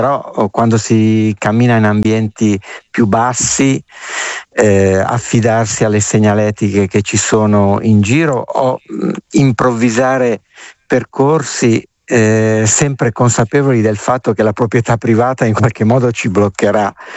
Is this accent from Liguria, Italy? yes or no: yes; La Spezia, Liguria, Italy; born there; sono nato a La Spezia